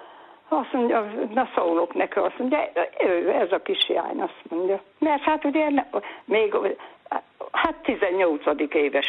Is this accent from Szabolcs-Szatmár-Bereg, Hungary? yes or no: yes; Szabolcs-Szatmár-Bereg, Hungary; mert én Szabolcsi vagyok